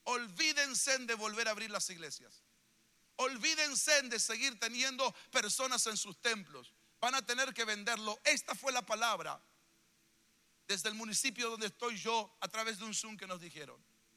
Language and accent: Spanish; Argentina; en Argentina nosotros sacamos pecho como argentinos.